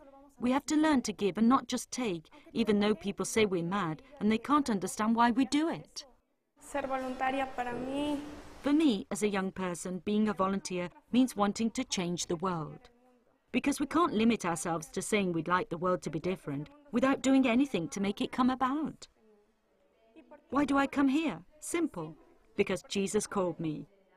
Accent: Madrid, Community of Madrid, Spain; now in Ecuador; I'm Spanish from Madrid. I work with young children in difficulty in a center for minors. The situation isn't as dramatic, however, as here in Ecuador

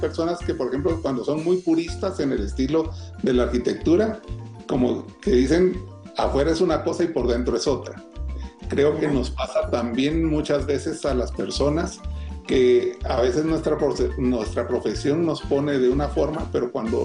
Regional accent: Guatemala

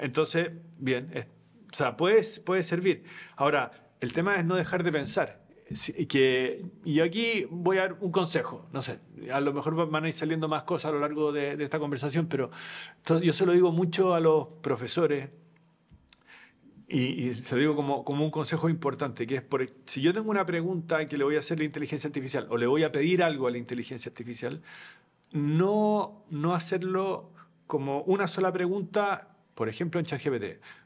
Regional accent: Chile; oye, estoy hablando como chileno, muy mal.

